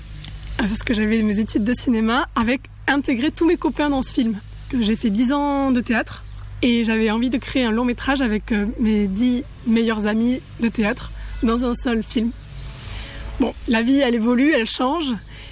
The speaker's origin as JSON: {"language": "French", "town": "Luz-Saint-Sauveur", "region": "Occitanie", "country": "France", "tie": "born or raised there", "said": "Alors, je suis originaire d'ici. Je suis originaire de Luz-Saint-Sauveur."}